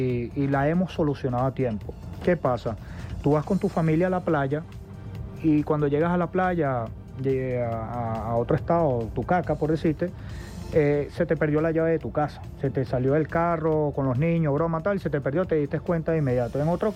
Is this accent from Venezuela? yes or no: yes; La Guaira, Venezuela; soy de La Guaira, me duele La Guaira, y no solamente eso, me duele Venezuela.